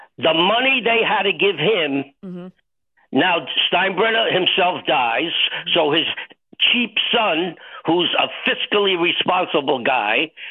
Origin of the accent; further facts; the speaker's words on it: New York City, New York, United States; now in Fort Myers, United States; Even though I'm in Fort Myers, Florida now, I grew up on Mulberry Street in Manhattan, New York.